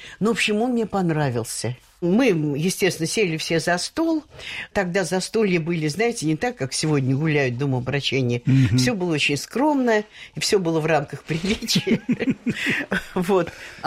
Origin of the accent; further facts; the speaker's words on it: Moscow, Russia; Потому что я росла в лесу, во Внуково.